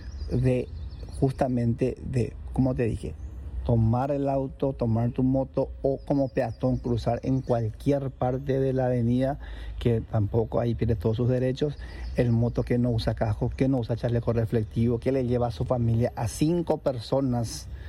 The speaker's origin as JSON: {"language": "Spanish", "country": "Paraguay", "said": "sabemos como paraguayo, ¿verdad?"}